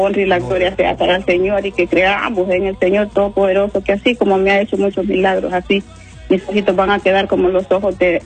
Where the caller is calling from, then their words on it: Lloró, Chocó, Colombia; sí, yo soy de Lloro.